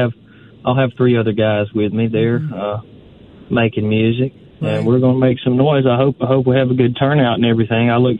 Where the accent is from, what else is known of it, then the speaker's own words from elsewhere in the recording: Slap Out, Alabama, United States; also born or lived in Dothan / Fort Walton Beach; I was born in South Alabama in Dothan, and when I was about 2 years old, my family moved to Slap Out, and I spent the school seasons there and the summers in Fort Walton Beach, Florida, there in the Panhandle.